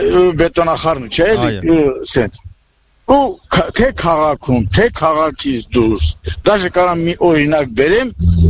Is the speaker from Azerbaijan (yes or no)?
yes; Nagorno-Karabakh, Azerbaijan; ես ուրեմն Արցախից եմ